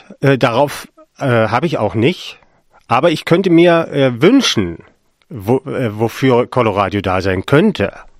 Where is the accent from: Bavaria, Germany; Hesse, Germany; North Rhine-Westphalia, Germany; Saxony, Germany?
Saxony, Germany; Hoyerswerda; born there; ich bin in Hoyerswerda geboren, habe 2 Söhne und arbeite manchmal hier im Radio als Moderator.